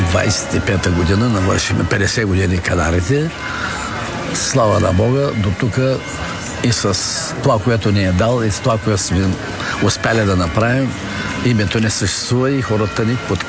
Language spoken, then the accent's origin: Bulgarian; Plovdiv, Plovdiv Province, Bulgaria; Дарихме сумата за построяването на паметника, защото сме пловдивчани, защото сме от Филибето.